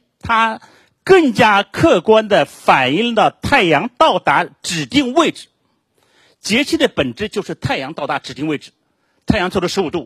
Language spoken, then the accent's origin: Chinese; Shanghai, China; 这是我们上海人测出来的